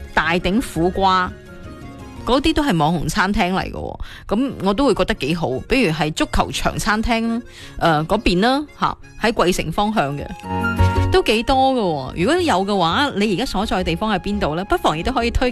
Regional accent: Guangdong, China; 我哋广东人都系永远嗰餐饭都系离唔开嘅，真系一定要白切鸡。

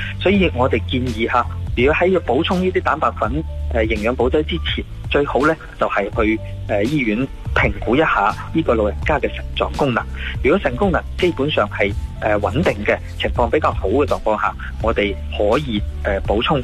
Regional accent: Guangdong, China; 我哋广东人

